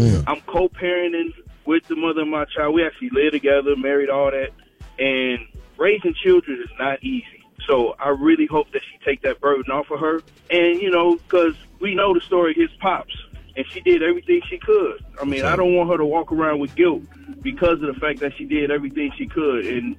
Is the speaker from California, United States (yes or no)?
no; Chicago, Illinois, United States; I'm born and raised in Chicago. I actually live in Chicago, Southside, close to where … him grew up.